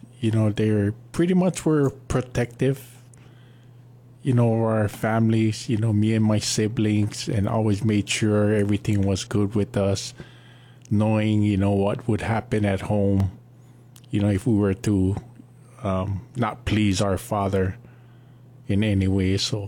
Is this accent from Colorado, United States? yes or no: no; Hawaii, United States; I grew up in Mauna Loa area. We moved from house to house, and my dad's first ministry was in Olive United Methodist. We're living in Waipahu, and we commute there.